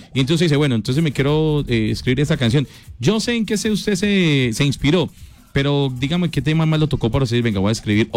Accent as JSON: {"language": "Spanish", "town": "Pereira", "region": "Risaralda", "country": "Colombia", "said": "Yo el día del terremoto me fui para Pereira. Yo soy de Pereira."}